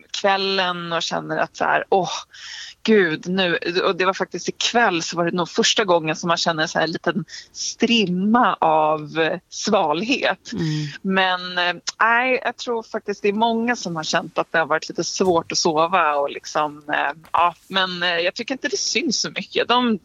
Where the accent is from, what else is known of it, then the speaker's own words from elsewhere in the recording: Sweden; now in Paris, France; jag som är svensk